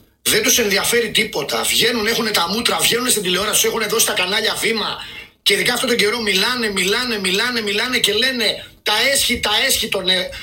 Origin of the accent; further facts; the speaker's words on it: Greece; Μιλάω σαν Έλληνας.